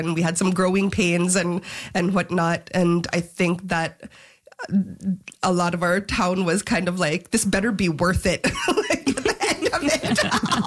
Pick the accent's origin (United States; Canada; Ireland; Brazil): Canada; Nunavut; when they hear I'm from the Arctic or from Nunavut and that I'm Inuit